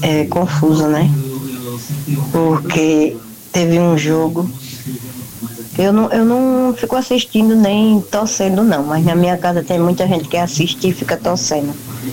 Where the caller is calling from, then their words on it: Brazil; Eu sou brasileira